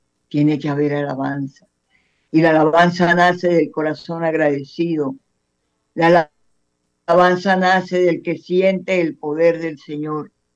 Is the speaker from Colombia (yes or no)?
yes; Colombia; Gracias por mi patria, por mi tierra colombiana.